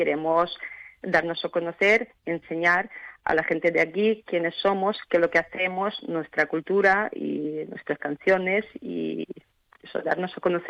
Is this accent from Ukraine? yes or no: yes; Ukraine; now in Elche, Spain